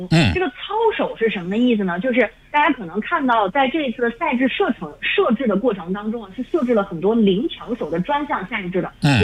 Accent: China; 这很像我们中国人从小就知道的一个故事

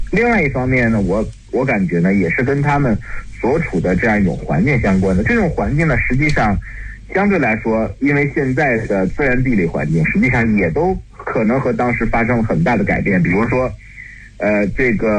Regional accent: Xi'an, Shaanxi, China; 我的老家西安半坡，它是仰韶文化的聚落嘛

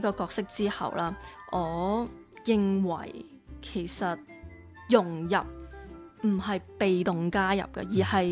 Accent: Macau; 我同麦思玉一样都是土生土长的澳门人

